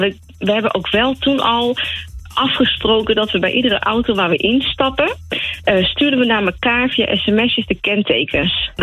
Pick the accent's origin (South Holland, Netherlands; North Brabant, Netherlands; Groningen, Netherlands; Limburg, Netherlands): North Brabant, Netherlands; moved away as an adult; also born or lived in Amsterdam; We studeerden in Amsterdam, maar ik ben een Brabantse.